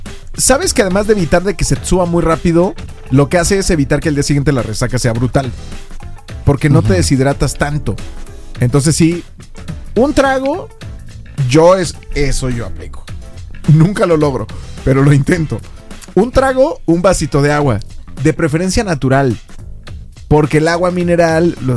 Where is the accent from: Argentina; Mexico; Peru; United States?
Mexico; Es como que define todo lo que somos como mexicanos.